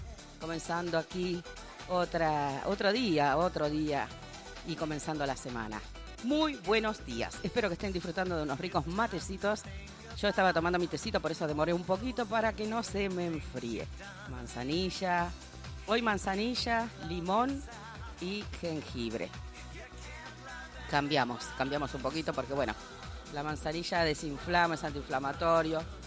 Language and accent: Spanish; Argentina; somos recabuleros los argentinos